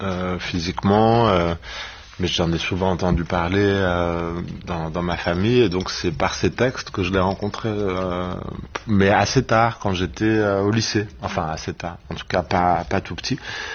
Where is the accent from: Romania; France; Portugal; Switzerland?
France; Ivry-sur-Seine, Île-de-France; quand j'étais donc lycéen aux ateliers théâtre d'Ivry-sur-Seine, là où j'ai grandi